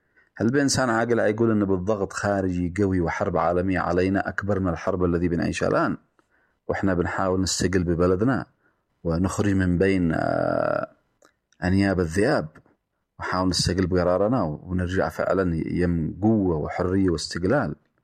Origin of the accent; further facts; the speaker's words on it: Yemen; نثبت وجودنا في العالم كله كيمنيين